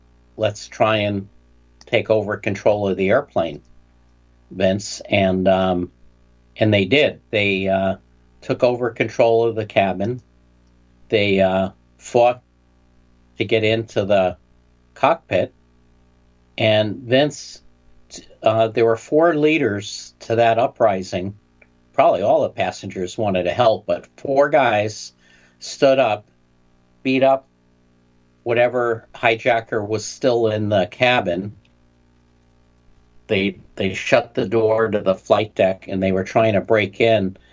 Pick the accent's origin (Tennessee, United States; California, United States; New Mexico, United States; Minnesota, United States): California, United States; Los Gatos; my hometown of Los Gatos